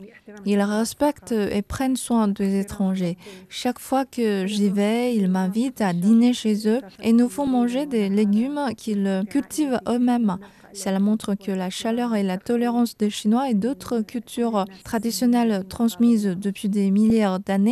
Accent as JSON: {"language": "French", "country": "Syria", "moved": "yes", "lives_now": "China", "said": "je suis professeure en langue arabe de l'Université des langues étrangères du Sichuan. Je viens de Syrie."}